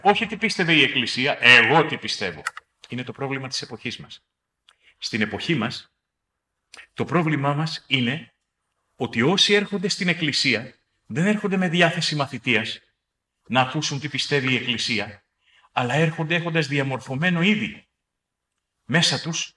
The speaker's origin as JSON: {"language": "Greek", "country": "Greece", "said": "Η πρώτη αρρώστια, Έλληνες είμαστε."}